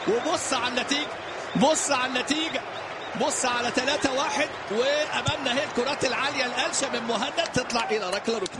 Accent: Egypt; عندنا في مصر

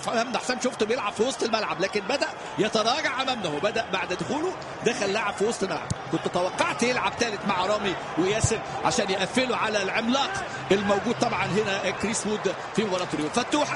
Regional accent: Egypt; عندنا في مصر

